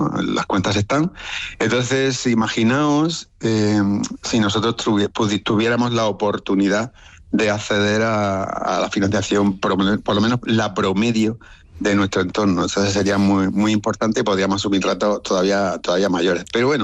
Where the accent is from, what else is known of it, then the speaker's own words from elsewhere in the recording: Spain; Como sociedad española, también como digamos, agrupación de personas trabajando en esto del desarrollo científico en general